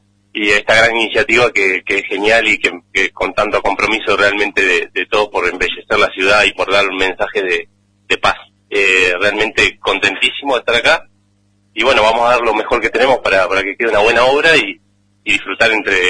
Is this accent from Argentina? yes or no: yes; Allen, Río Negro, Argentina; soy de la ciudad de Allen, provincia de Río Negro, del Valle de Río Negro, de la Pera y la Manzana.